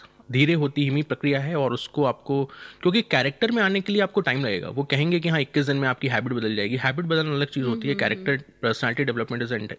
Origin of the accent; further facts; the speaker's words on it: Balaghat district, Madhya Pradesh, India; मैं बालाघाट जिले से आता हूँ, वहाँ की एक अपनी भाषा शैली है